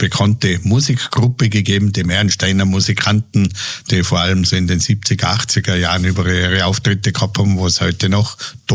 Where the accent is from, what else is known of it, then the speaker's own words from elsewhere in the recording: St. Gertraudi, Tyrol, Austria; in meine unmittelbare Nähe, kann man sagen, bin ich aus St. Gertraude und die nächste Gemeinde ist Brixlek.